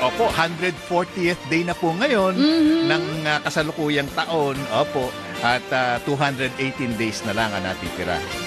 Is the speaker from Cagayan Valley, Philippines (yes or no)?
yes; Cagayan Valley, Philippines; moved away; idun sa amin sa Isabela.